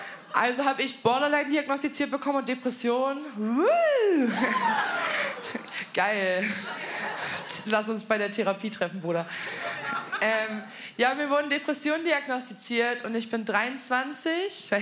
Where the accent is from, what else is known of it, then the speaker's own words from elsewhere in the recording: Berlin, Germany; ich komme offensichtlich aus Berlin, aber ich trinke seit 7 Jahren keinen Alkohol.